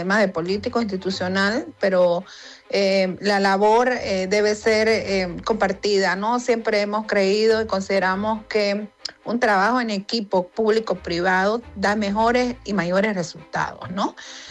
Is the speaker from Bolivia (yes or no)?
yes; Bolivia; como bolivianos, primero concienciarnos de conocer lo que es nuestro país